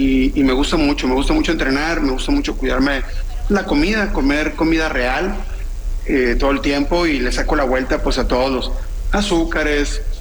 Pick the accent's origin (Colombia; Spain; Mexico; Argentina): Mexico; Sonora; moved away as an adult; also born or lived in Mexico City; yo tengo buen rato que me salí de mi tierra. Yo me salí de aquí, de mi tierra, en el 97.